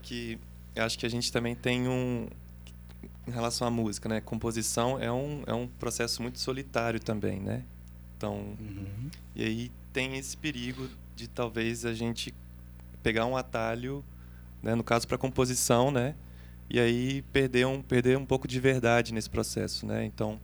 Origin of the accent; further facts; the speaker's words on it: Minas Gerais, Brazil; born there; also born or lived in Campo Grande, Mato Grosso do Sul; now in Paraná, Brazil; Eu sou mineiro, sou nascido em Minas Gerais e estou aqui no Paraná há 4 anos já. E, enfim, eu vim a trabalho